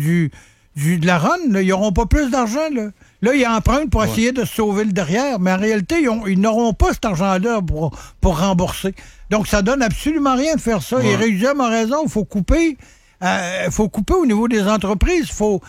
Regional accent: Quebec, Canada; on est des Québécois

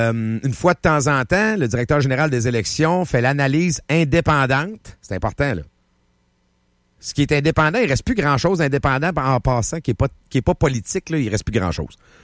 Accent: Quebec, Canada; Tu vois bien, on est des Québécois, puis on vote tout pour, nous autres.

